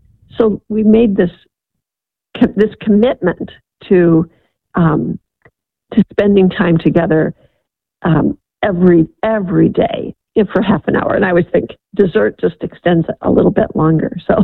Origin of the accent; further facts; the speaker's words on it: Midwest, United States; I grew up in the Midwest.